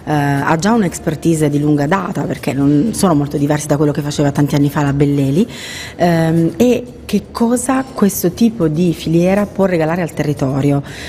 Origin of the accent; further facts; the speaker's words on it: Taranto, Apulia, Italy; Io da tarantina la mia città la vedo già cambiata e la vedo cambiata in positivo.